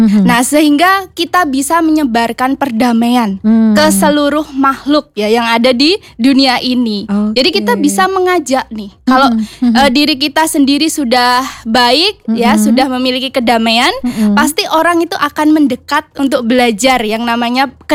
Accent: Pati, Central Java, Indonesia; now in Banyumas, Indonesia; Saya berasal dari Pati

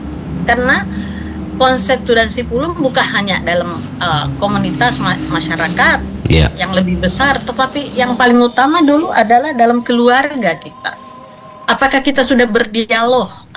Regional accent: South Sulawesi, Indonesia; Tetapi sebagai orang Bugis Makassar, kita bisa jelaskan bahwa ada prinsip-prinsip filosofi yang harus kita pegang.

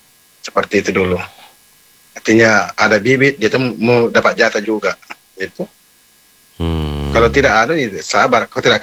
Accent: Bone, South Sulawesi, Indonesia; born there; moved away

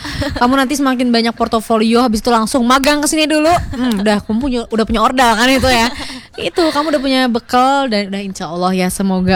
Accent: Purwokerto, Central Java, Indonesia; Iya, Jawa Tengah, aku di Purwokerto.

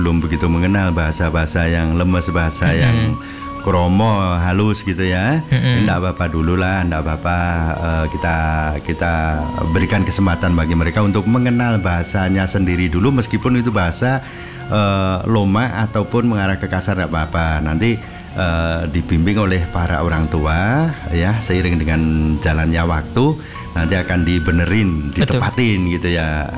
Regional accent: Semarang, Central Java, Indonesia; sebagai orang Jawa Tengah, orang Semarang

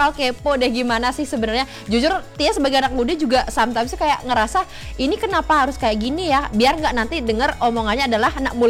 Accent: Bali, Indonesia; sebagai kita orang Bali

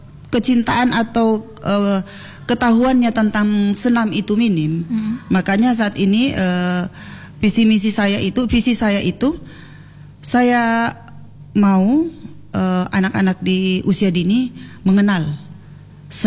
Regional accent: East Kalimantan, Indonesia; now in Mamuju, Indonesia; saya itu besarnya di Kaltim.

